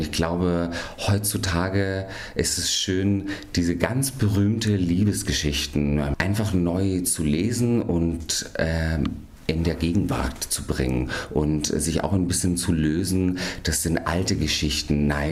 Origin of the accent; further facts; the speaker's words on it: Italy; now in Dresden, Germany; ich bin in Italien aufgewachsen. Ich bin halb Italiener